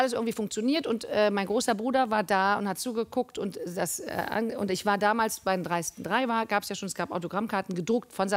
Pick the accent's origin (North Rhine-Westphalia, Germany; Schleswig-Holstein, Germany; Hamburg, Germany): North Rhine-Westphalia, Germany; Cologne; Ich komme zwar aus Köln